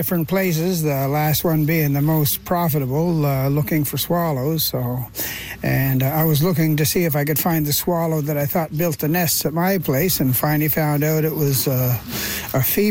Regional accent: Cape Breton, Nova Scotia, Canada; from Cape Breton

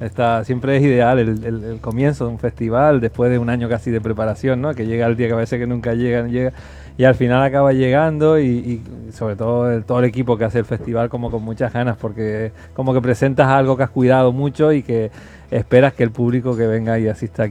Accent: Canary Islands, Spain; sobre todo en un territorio como el nuestro, como Canarias, donde hay una fragilidad muy, muy evidente entre la naturaleza y nosotros y nuestro modo de vida

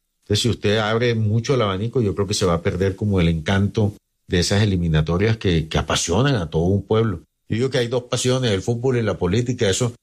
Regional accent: Santa Marta, Magdalena, Colombia; A ver, yo soy samario. Me gusta la Unión Magdalena.

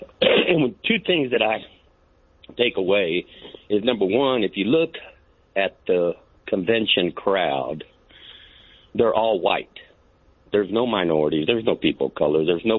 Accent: Texas, United States; And I'm in Texas. I grew up in Texas. I'm a lifelong Texan.

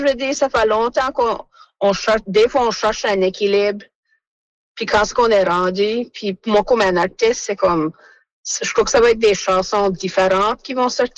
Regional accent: Acadia, Canada; mon Acadie

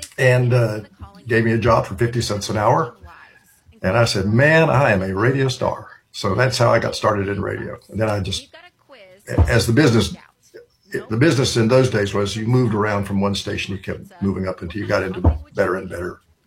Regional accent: High Point, North Carolina, United States; born or raised there

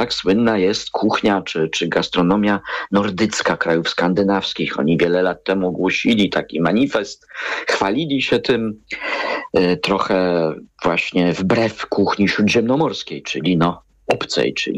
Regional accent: Toruń, Kuyavian-Pomeranian Voivodeship, Poland; ja jestem z Torunia i są pewne firmy zakorzenione, które produkują na przykład pierniki, tak?

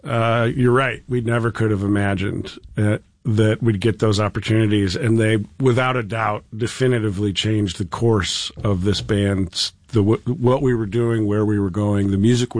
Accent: Homer, New York, United States; Yeah. So I grew up in Homer.

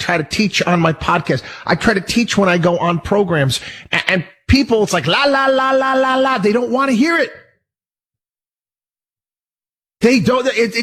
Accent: Albany, New York, United States; born or raised there

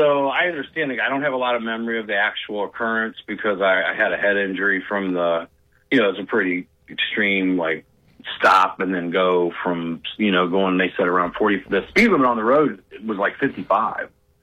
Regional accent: Akron, Ohio, United States; I'm a city slicker. I was, you know, born and raised in Akron, Firestone Park area.

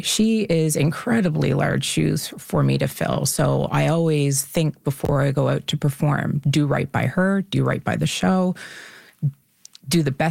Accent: Kennebecasis Valley, New Brunswick, Canada; also born or lived in Saint John; I'm originally from the Kennebecasis Valley. So I was in university in St. John at the time

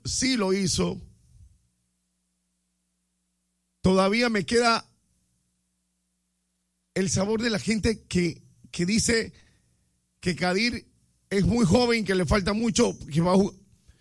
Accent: Panama; somos panameños. Sí, somos panameños

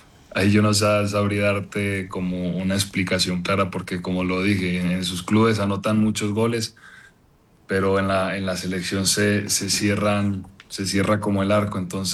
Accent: Medellín, Antioquia, Colombia; moved away; Bien, muy contento de regresar acá a mi ciudad, a Medellín. Hace 9 años, en el 2018 salí de Leones rumbo hacia España. Y bueno, y luego una caravana de países.

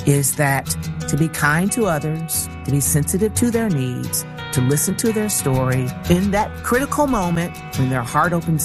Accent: Jackson, Michigan, United States; born there; southern Michigan. And that's where all of my siblings, except for my oldest brother, were born. And so I was born right there in Jackson.

